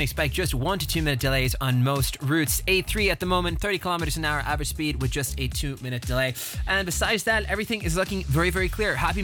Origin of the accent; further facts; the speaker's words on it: Ireland; growing up in Ireland?